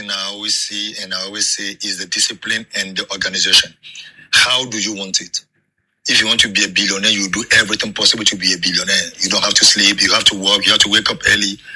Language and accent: English; Ghana; As a Ghanaian, I would say no.